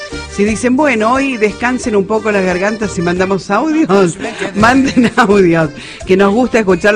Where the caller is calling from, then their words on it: Villa Mercedes, San Luis, Argentina; Hola, buen día … soy de Villa Mercedes.